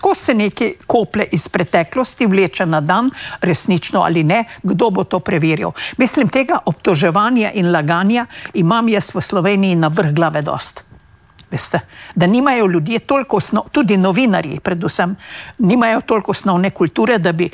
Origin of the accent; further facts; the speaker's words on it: Savinja, Slovenia; sama izhajam iz Zgornje Savinjske doline.